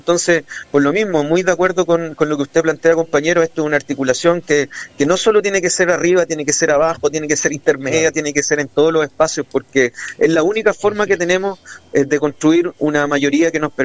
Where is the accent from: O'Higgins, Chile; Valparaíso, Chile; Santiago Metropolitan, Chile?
O'Higgins, Chile; Rapel; muy especialmente a los vecinos de Rapel, mi pueblo